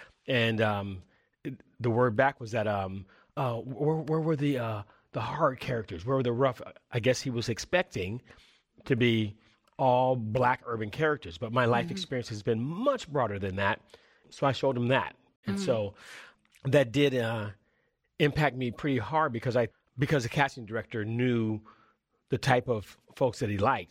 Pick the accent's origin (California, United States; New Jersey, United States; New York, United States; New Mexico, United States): California, United States; Oakland; I grew up in Oakland.